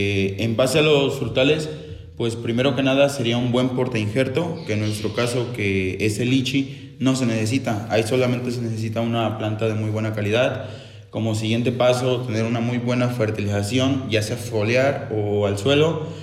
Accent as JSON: {"language": "Spanish", "town": "Hueytamalco", "region": "Puebla", "country": "Mexico", "said": "Yo vengo de la localidad del Progreso, Guaitamalco, Puebla."}